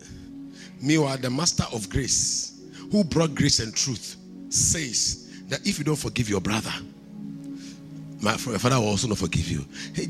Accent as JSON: {"language": "English", "town": "Kumasi", "region": "Ashanti", "country": "Ghana", "said": "I come from Kumasi."}